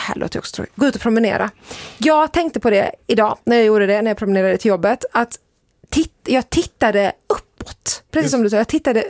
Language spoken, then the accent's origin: Swedish; Malmö, Skåne, Sweden; Och jag tror att jag kan göra det i min hemstad Malmö. Och återigen, inte en väldigt liten stad heller.